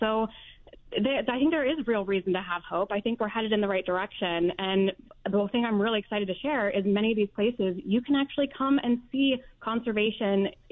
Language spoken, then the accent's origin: English; Ohio, United States; So I am born and raised in Ohio, and I would be remiss if I didn't share one from the Buckeye State.